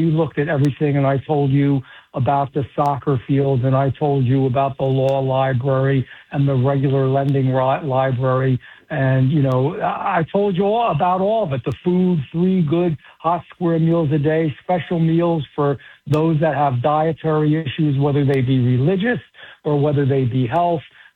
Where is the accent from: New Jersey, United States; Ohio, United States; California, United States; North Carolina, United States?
New Jersey, United States; also born or lived in New York City; I was born in New York City, but I've lived 99% of my life in New Jersey. And now, of course, a big, good chunk of my life down in South Jersey.